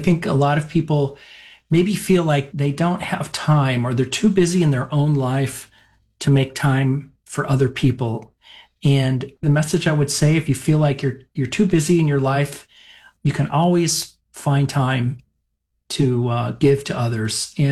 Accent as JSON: {"language": "English", "region": "Minnesota", "country": "United States", "tie": "born or raised there", "said": "I volunteered with my mom growing up in Minnesota in the 70s."}